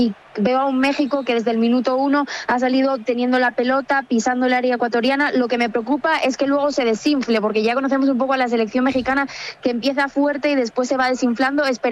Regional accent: Asturias, Spain; Porque yo también soy asturiana, entonces también apoyo a Fidalgo.

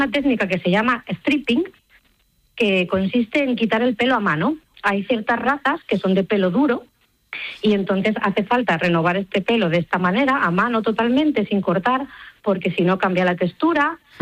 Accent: Asturias, Spain; also born or lived in Barcelona; yo soy de Asturias, pero acabé viviendo en Barcelona

